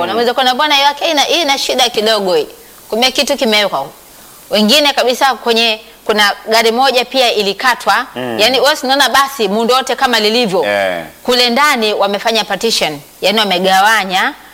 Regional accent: Mbeya, Tanzania; born or raised there

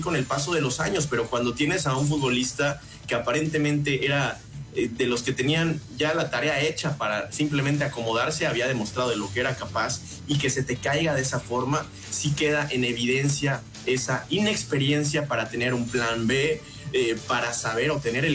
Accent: Mexico

